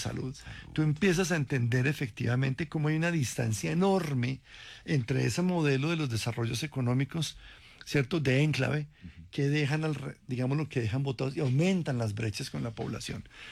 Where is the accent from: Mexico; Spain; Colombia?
Colombia